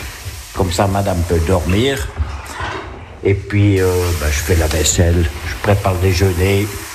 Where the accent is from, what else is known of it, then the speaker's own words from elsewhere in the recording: Fribourg, Switzerland; Je suis de canton de Fribourg.